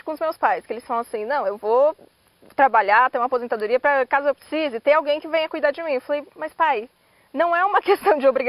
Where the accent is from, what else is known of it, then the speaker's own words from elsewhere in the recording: Itatiba, São Paulo, Brazil; Eu sou de Itatiba, né, Yumi?